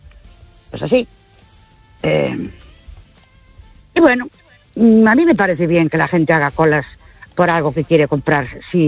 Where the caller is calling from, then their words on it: Ourense, Galicia, Spain; Buenas noches … de Orense.